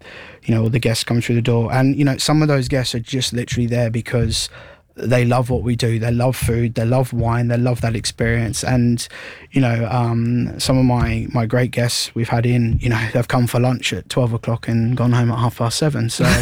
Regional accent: Australia; moved away; coming from my home country.

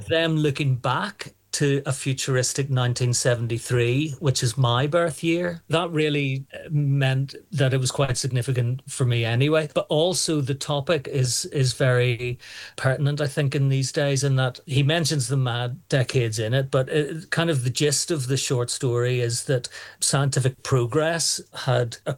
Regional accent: Dromore, Northern Ireland, United Kingdom; I'm from Dromore in County Down.

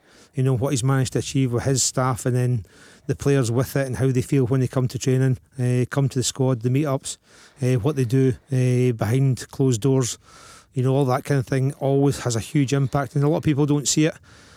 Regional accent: Scotland, United Kingdom; We're doing what we love doing as Scottish people.

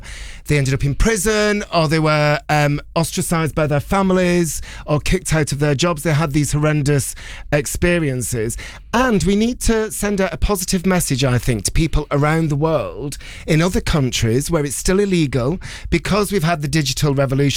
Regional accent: Bolton, North West England, United Kingdom; Bolton in the Central Library, my hometown

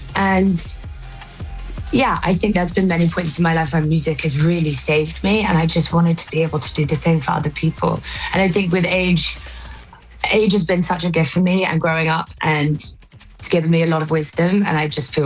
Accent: England, United Kingdom; I think as an English person

